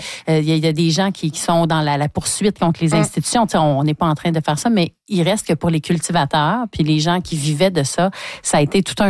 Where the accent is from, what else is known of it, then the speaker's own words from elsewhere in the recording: Joliette, Quebec, Canada; moi, je viens de Joliette, là, puis à mon époque, là, les adolescents, quand même, il fallait être fort pour travailler au tabac quand même.